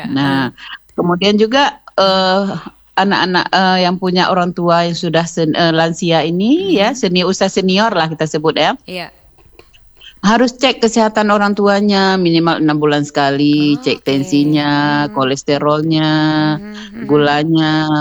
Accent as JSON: {"language": "Indonesian", "region": "Aceh", "country": "Indonesia", "said": "kita kan orang Aceh"}